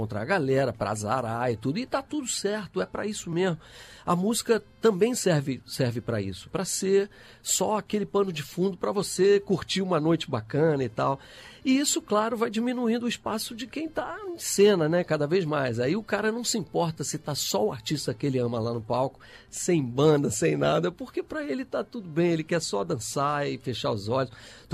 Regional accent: Brasília, Federal District, Brazil; now in Rio de Janeiro, Brazil; Eu sou carioca, mas eu cresci em Brasília, né? Meu pai transferido lá.

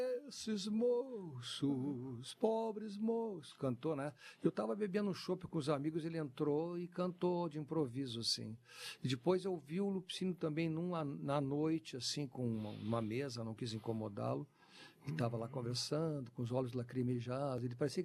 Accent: Rio Grande do Sul, Brazil

